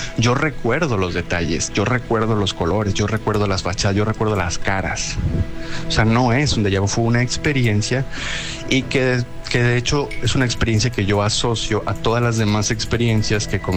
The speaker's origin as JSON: {"language": "Spanish", "town": "Monterrey", "region": "Nuevo León", "country": "Mexico", "lives_now": "United States", "said": "yo soy de Monterrey, de México. Y la primera vez que yo vine aquí a Estados Unidos de vacaciones o para conocer, yo tenía alrededor de... estaba por cumplir los 18 años, tenía 17 años"}